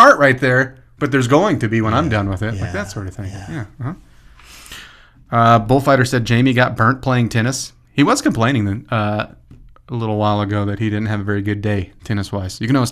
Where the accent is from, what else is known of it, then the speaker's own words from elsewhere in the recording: Dumas, Texas, United States; I grew up in Dumas, obviously.